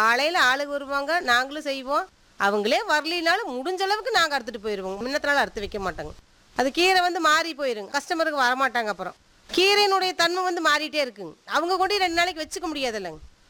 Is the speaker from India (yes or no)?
yes; Malaipalayam, Tamil Nadu, India; நாங்கள் பிறந்தது இதே மலைப்பழையுமே தானுங்க. படித்தது பார்த்துட்டிங்கன்னா செஞ்சேரி மலை ஸ்கூலில். நாங்கள் கல்யாணம் பண்ணது இதே ஊரில் தான், மலைப்பழத்துலேயே தான். நாங்கள் இதே ஊரில் தான் இருக்கேங்க. கல்யாணமாகி கிட்டத்தட்ட 21 வருஷம் ஆச்சுங்க.